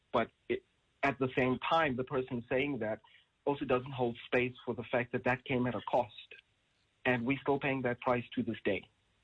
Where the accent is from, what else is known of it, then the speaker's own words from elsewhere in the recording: Soweto, Gauteng, South Africa; And as a black person who my heritage falls under colored in Tswana and Sotho, and growing up in Soweto